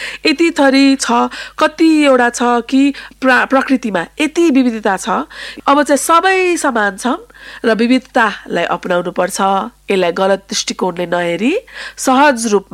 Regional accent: Kathmandu, Bagmati, Nepal; म एउटा काठमाडौँको मुटुमा जन्मेर हुर्केको, एउटा हिन्दूबाट बौद्ध धर्ममा परिणत भएको परिवारमा हुर्केको

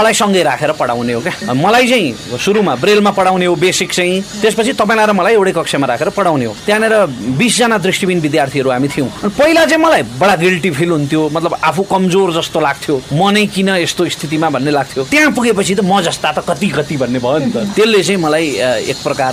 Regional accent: Taplejung, Koshi Province, Nepal; born there; मेरो जन्म ताप्लेजुङमा भएको, अहिले मैवा खोला गाउँपालिका 5 नम्बर वार्ड पर्छ।

